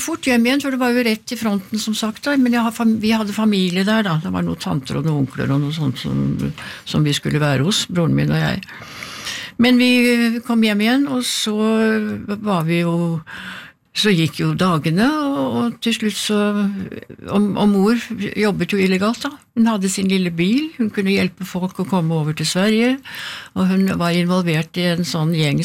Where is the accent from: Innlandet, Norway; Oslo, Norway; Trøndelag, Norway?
Oslo, Norway; born or raised there